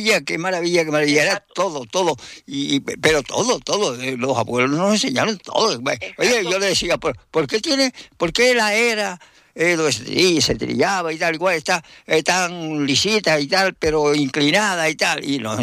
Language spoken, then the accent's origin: Spanish; Lanzarote, Canary Islands, Spain; moved away as an adult; also born or lived in Tenerife; yo soy de Lanzarote, y pero bueno, estudié en Tenerife, y bueno, cuando regresaba en las vacaciones y todo, siempre, cualquier vacación, la aprovechaba para ir a Lanzarote